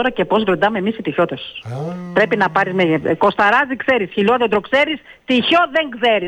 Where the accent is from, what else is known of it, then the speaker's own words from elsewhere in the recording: Toichio, Western Macedonia, Greece; born there; moved away; Προτιμάμε την γενέτειρά μας.